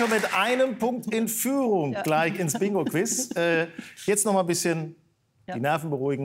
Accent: Hanover, Lower Saxony, Germany; born there; now in Hamburg, Germany; Ich bin gebürtiger Hannoveraner und jetzt Hamburger.

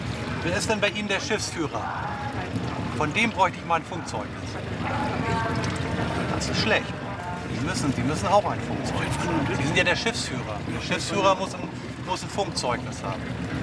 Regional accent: Potsdam, Brandenburg, Germany; Ich komme aus Potsdam.

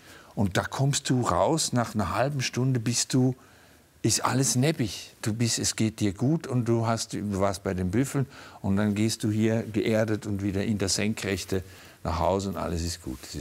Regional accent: Switzerland; weil als Schweizer hast du das so in den Genen

